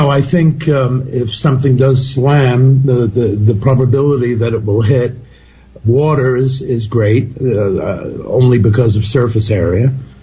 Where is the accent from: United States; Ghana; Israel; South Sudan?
United States; New York; I'm calling you from Mexico City. Mexico City, really? Yeah, I'm a New Yorker, though.